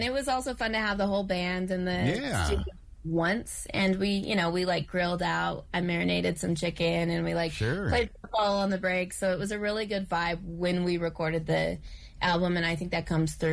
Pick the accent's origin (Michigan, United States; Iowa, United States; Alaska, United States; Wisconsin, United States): Alaska, United States; now in Denver, United States; I'm based here in Denver. I'm originally from Alaska, and my roots are in the Tsimshian and Tsuk'ik tribes.